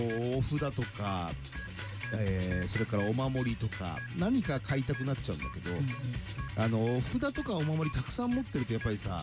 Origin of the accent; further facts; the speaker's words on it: Hitachinaka, Ibaraki, Japan; born there; 僕はひたちなかで生まれていますので、安治川浦がすぐ目の前、平磯がすぐ目の前なんですね